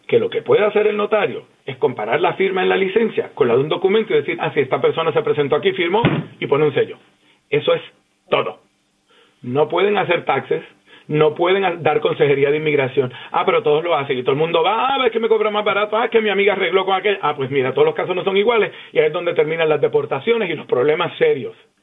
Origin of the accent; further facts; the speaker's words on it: Puerto Rico; now in Houston, United States; Yo soy puertorriqueño.